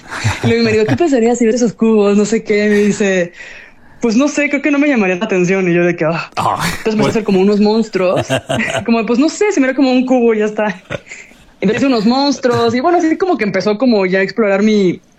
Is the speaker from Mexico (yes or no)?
yes; Mexico; Y para mí, como mexicana, o sea, sí fue un choque.